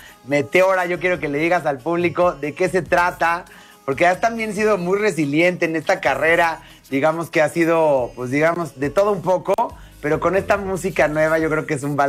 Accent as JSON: {"language": "Spanish", "country": "Mexico", "said": "nosotros como mexicanos"}